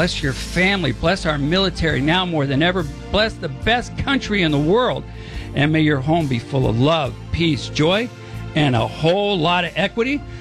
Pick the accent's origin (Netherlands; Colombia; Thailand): Colombia; now in United States; I love this country. I'm a patriot from Colombia, and we are saving the American dream.